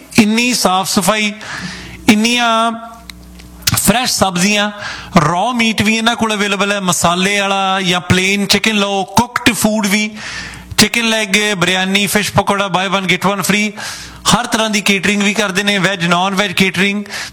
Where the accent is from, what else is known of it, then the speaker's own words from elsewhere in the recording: Punjab, India; ਜਿਹੜੇ ਆਪਾਂ ਤੁਸੀਂ ਚਲੋ ਦੁਆਬੇ ਵਾਲੇ ਹੋ ਅਸੀਂ ਮਾਲਵੇ ਵਾਲੇ